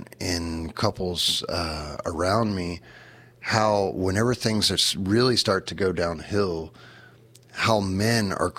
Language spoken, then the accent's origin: English; Louisiana, United States; now in Mexico; I'm from Louisiana.